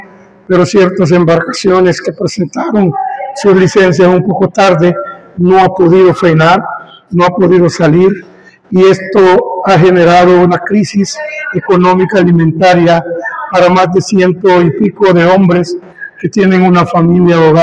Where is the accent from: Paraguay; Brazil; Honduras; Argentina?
Honduras; Gracias a Dios